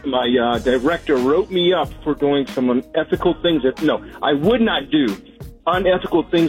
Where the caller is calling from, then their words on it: Joppa, Maryland, United States; calling from Joppa, Maryland.